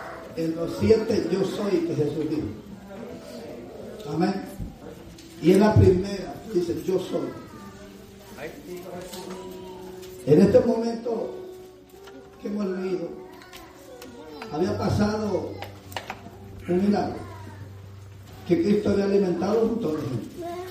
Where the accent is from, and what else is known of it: El Salvador; moved away